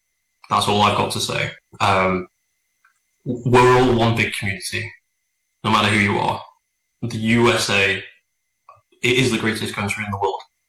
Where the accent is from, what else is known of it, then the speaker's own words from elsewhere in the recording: England, United Kingdom; now in United States; becoming a US citizen, because I'm more patriotic to the US and, funnily enough, I'm more patriotic to my home country, is you're not allowed to fly the Union Jack or the England flag.